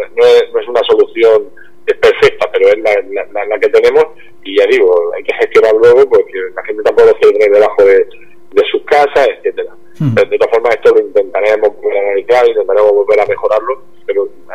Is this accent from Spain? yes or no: yes; Caravaca de la Cruz, Region of Murcia, Spain; el orgullo que yo tengo como alcalde de mi pueblo, ¿no? Ser alcalde de Caravaca es un lujo